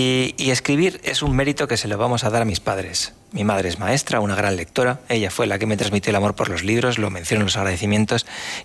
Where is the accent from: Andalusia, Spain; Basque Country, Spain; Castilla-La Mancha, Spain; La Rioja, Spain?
La Rioja, Spain; yo no soy de allí, soy riojano, y antes de eso trabajé durante muchos años en Zaragoza.